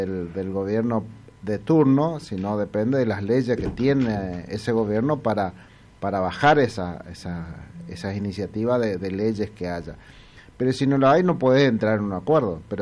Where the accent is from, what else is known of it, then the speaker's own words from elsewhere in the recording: Makallé, Chaco, Argentina; Somos de Macallé